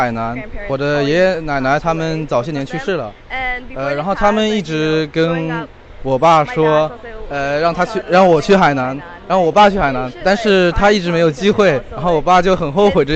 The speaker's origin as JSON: {"language": "Chinese", "country": "Germany", "tie": "born or raised there", "said": "因为我在德国长大嘛，然后去来中国的机会其实也并不多"}